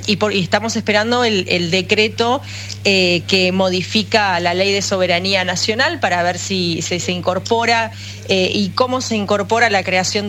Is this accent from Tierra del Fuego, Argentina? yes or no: yes; Ushuaia, Tierra del Fuego, Argentina; Soy de Ushuaia, exactamente, sí.